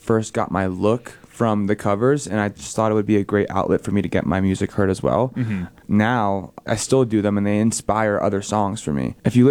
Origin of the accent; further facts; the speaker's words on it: Anna Maria Island, Florida, United States; We're from Anna Maria Island, Bradenton in Florida.